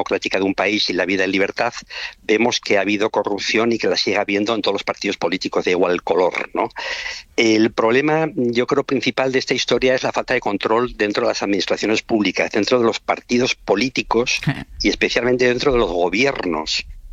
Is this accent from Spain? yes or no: yes; Pamplona, Navarre, Spain; el piso en el que vivía en Pamplona, muy cerca al Colegio de Jesuitas, donde yo había estudiado, yo soy de Pamplona.